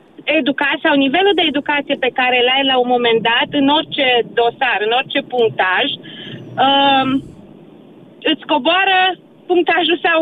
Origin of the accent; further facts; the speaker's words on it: Plășcuța, Romania; În comuna Plășcuța.